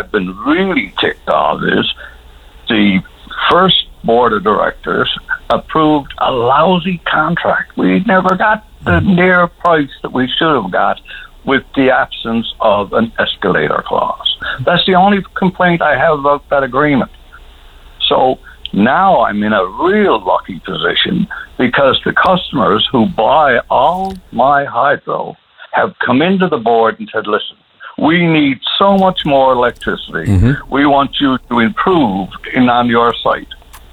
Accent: Newfoundland and Labrador, Canada; as a Newfoundlander

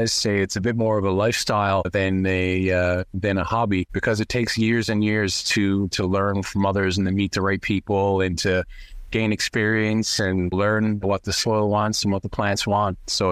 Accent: Kilbride, Newfoundland and Labrador, Canada; What you might not have known about me is I grew up in Kilbride and the Goulds, of course, which are historically very important farming areas.

